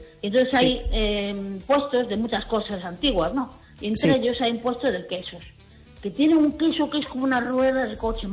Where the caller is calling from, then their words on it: Rianxo, Galicia, Spain; yo vivo en Rianxo